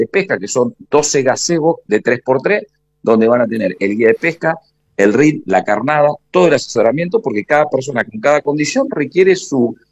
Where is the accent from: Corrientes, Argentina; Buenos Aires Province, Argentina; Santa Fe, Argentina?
Santa Fe, Argentina; yo soy de Santa Fe Capital